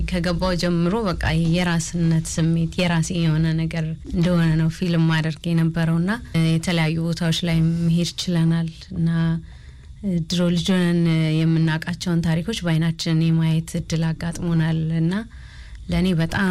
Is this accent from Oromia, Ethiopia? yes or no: yes; Oromia, Ethiopia; now in Addis Ababa, Ethiopia; ተወልጄ ያደኩት ባሌ ነው፣ ባሌ ክፍለ ሀገር። ከዛ ወደ አዲስ አበባ ለትምህርት ነው የመጣሁት።